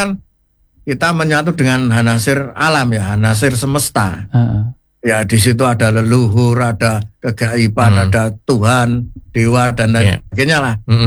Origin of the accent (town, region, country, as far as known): Java, Indonesia